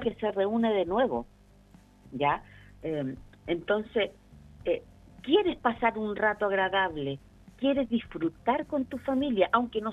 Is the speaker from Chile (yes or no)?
yes; Chile; para nosotros como chilenos